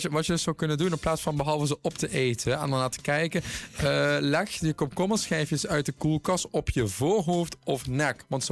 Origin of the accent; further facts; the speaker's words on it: Maastricht, Limburg, Netherlands; iedereen weet, ik ben niet uit Pinamaas, komt ook uit Maastricht.